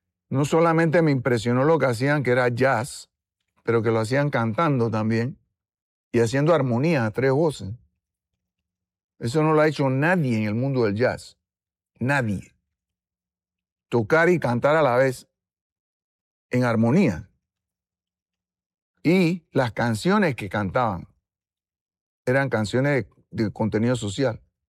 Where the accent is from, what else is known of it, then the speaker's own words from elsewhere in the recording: Panama; Entonces, yo comencé a mirar hacia adentro y a ver a Panamá, a verme a mí como panameño, ¿no?